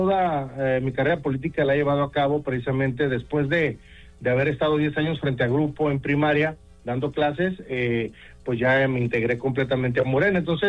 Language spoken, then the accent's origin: Spanish; Tijuana, Baja California, Mexico; born there; Nací en Tijuana, soy profesor de primaria, orgullosamente maestro normalista, egresado de la Normal Fronteriza de Tijuana.